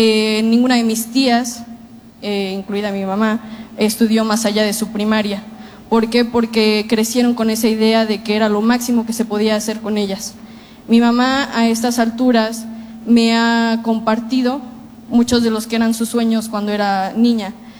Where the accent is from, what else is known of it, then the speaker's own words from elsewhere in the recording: Atotonilco de Tula, Hidalgo, Mexico; Yo soy de Totonilco de Tula.